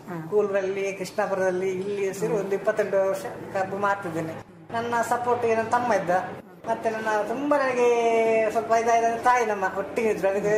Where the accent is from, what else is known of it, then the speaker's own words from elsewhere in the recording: Karnataka, India; born there; ನಾವೊಂದು ತುಳುನಾಡ ಮಣ್ಣಲ್ಲಿ ಹುಟ್ಟಿದವ ನಾವು